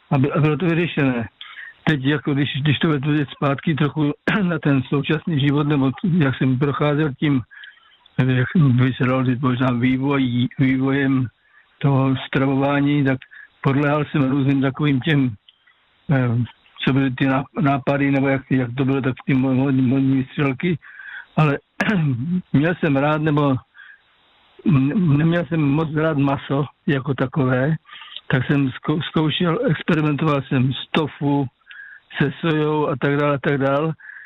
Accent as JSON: {"language": "Czech", "region": "Moravian Slovakia", "country": "Czechia", "said": "já pocházím z Moravskoslovácka, tak to už víte"}